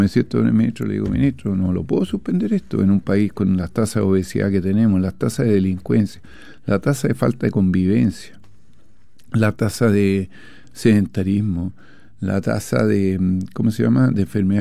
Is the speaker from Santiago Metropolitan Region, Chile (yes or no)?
no; Antofagasta, Chile; yo soy de Antofagasta, como usted bien sabe